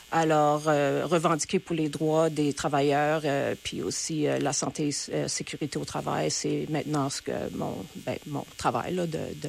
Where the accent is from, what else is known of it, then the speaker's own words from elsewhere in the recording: Winnipeg, Manitoba, Canada; je suis originaire de Saint-Boniface. Alors je suis née à l'hôpital Saint-Boniface j'ai été élevée à Saint-Boniface. Je vis encore à Saint-Boniface. Alors j'ai passé sans me donner mon âge là, je veux dire, j'ai passé toute ma vie à Saint-Boniface.